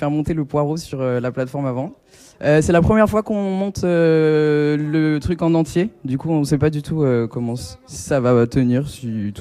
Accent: Strasbourg, Grand Est, France; une bière météore parce qu'on vient d'Alsace. Voilà. Capitale de Noël. On vient de Strasbourg.

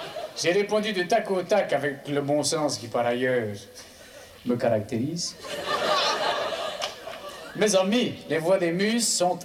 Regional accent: Écaussinnes, Wallonia, Belgium; Je ne sais pas si vous le savez, mais je suis une fleur de province. Oui, je suis originaire des Cossines.

